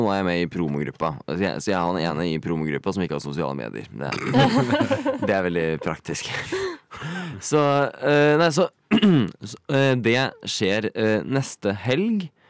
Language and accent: Norwegian; Oslo, Norway; jeg er fra Oslo.